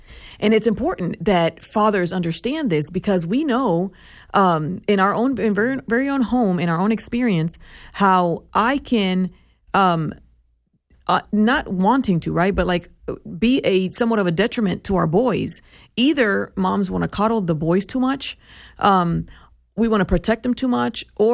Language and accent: English; Puerto Rico; in my culture growing up in Puerto Rico, fathers went to work and mothers stayed home, and we were raised by our moms.